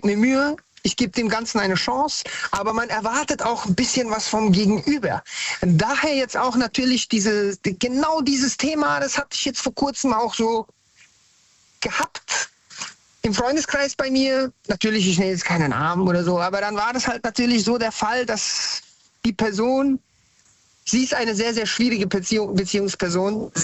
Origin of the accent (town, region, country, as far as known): Hesse, Germany; born or raised there